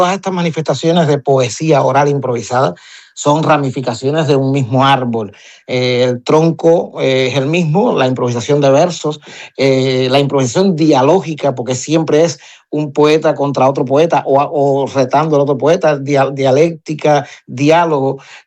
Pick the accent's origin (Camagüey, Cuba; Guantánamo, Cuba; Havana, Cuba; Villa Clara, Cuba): Havana, Cuba; La madre de mi hijo, mi exmujer, es alpujarreña, y yo he estado tan vinculado a la Alpujarra y soy de La Habana